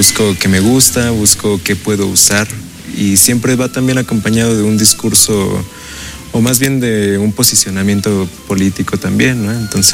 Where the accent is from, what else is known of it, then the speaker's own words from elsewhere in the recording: Toluca, State of Mexico, Mexico; soy originario, pues, en realidad de la Ciudad de México, pero crecí aquí en Toluca, entonces toluqueño.